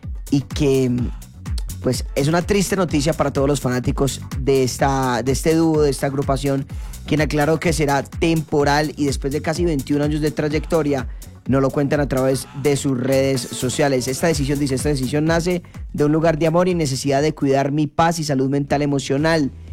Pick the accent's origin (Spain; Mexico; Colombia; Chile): Colombia; soy muy colombiano